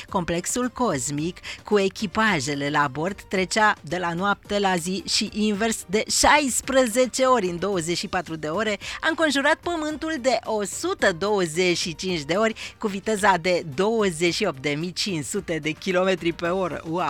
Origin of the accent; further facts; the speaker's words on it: Brașov, Brașov County, Romania; ne-a făcut să fim atât de mândri că suntem români și că Prunariu este brașovean de-al nostru.